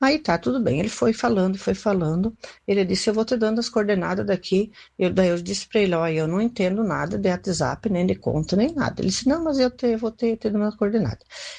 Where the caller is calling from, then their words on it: Santa Catarina, Brazil; eu sou de Santa Catarina